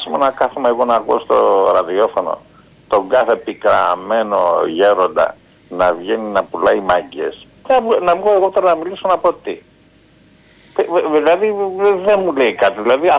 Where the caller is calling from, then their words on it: Keratsini, Attica, Greece; είμαι από το Κερατσίνη.